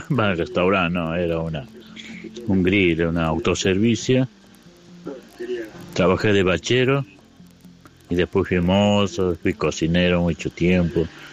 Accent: Longchamps, Buenos Aires Province, Argentina; soy de Longchamp.

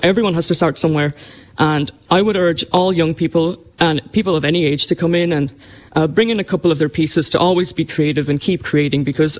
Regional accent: Ireland; Yeah, my family's from Poland, but I grew up in Ireland, so I feel very connected with the culture here and with the people in the town.

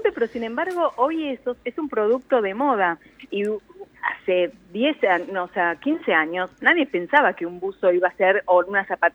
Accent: Argentina

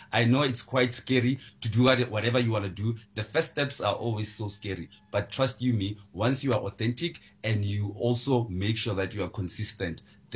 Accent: Pretoria, Gauteng, South Africa; born there; I was born in Pretoria. I'm very comfortable with the language. Yes, Pitori, we call it Spitori. It's a subcultural language that we have in Pretoria.

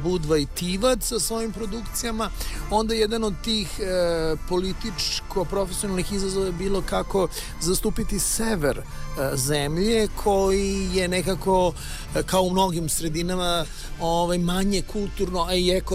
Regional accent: Belgrade, Serbia; born there; isto poreklom iz Crne Gore, ja jesam rođen u Beogradu, ali … su Crnogorci.

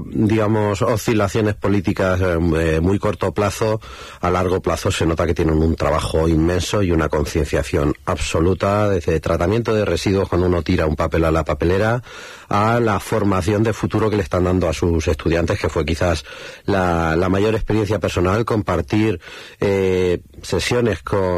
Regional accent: Puertollano, Castilla-La Mancha, Spain; que eras de España, te felicitaban por haber ganado el Mundial de Fútbol y a continuación te decían de dónde eres y cuando decías de Puerto Llano decían, ah, es que hay mucho hidrógeno.

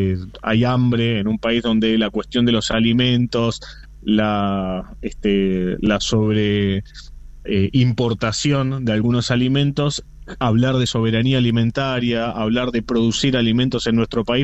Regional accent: Buenos Aires, Argentina; now in Río Grande, Argentina; No, yo soy de Buenos

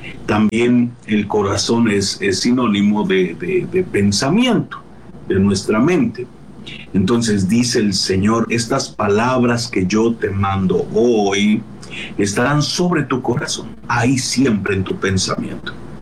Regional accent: Mexico; Nosotros acá en México nos amarramos un hilito en el dedo, ¿verdad?

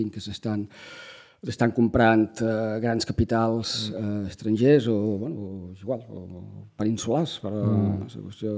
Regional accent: Menorca, Balearic Islands, Spain; ens defineixen com a menorquins, com a menorquines, com a illa

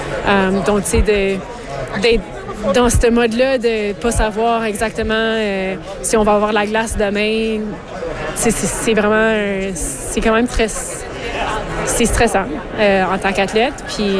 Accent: Ottawa, Ontario, Canada; moved away as an adult; also born or lived in Montreal; now in Calgary, Canada; Je viens d'Ottawa. J'ai grandi à Ottawa, puis j'ai déménagé à Montréal pour le patinage de vitesse en courte piste

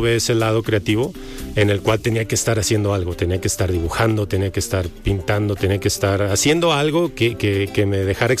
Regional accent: Guadalajara, Jalisco, Mexico; moved away as an adult; now in San Diego, United States; Así es, nacido y crecido aquí en Guadalajara.

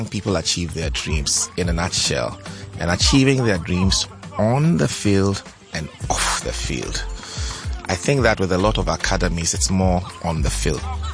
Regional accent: Ghana; So we don't have all the, like, these fields you're seeing. You can see him in most other places in Ghana. So we're used to playing in small spaces.

